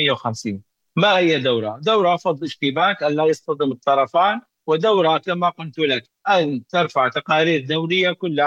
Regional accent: Syria; ونحن كشعب سوري

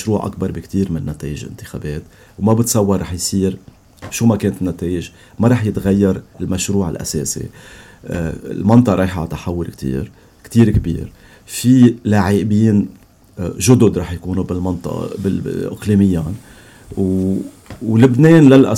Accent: Lebanon; انا كمواطن لبناني

